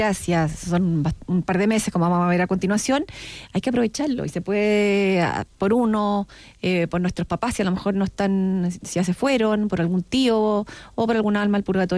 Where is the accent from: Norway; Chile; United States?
Chile